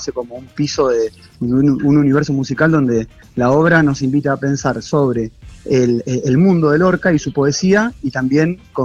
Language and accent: Spanish; Rosario, Santa Fe, Argentina; Después compartimos con ella espectáculos de teatro callejero en Rosario, yo soy de Rosario, e hicimos teatro de calle